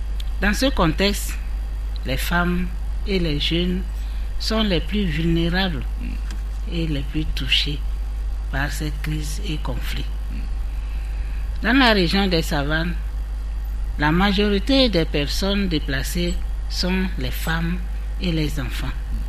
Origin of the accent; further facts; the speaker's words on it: Togo; dans notre pays.